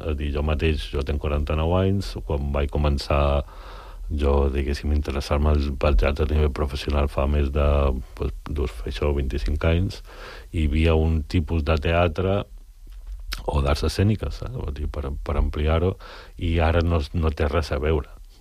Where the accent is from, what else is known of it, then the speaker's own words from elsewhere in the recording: Balearic Islands, Spain; now in Barcelona, Spain; tenint en compte que jo visc a Barcelona, som mallorquí